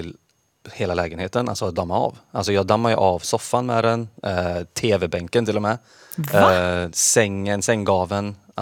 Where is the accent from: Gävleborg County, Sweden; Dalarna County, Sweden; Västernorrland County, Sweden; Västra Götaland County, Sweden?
Västra Götaland County, Sweden; Gothenburg; now in Stockholm, Sweden; jag bor ju egentligen i Stockholm, men jag är från Göteborg. Så nu är jag bara på besök.